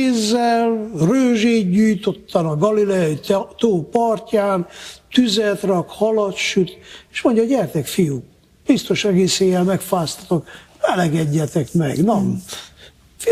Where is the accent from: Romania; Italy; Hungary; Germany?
Romania; Miercurea Ciuc, Harghita; Hát ugye én Csíkszeredában nőttem fel, ott vannak ferencesek, Csíksomjól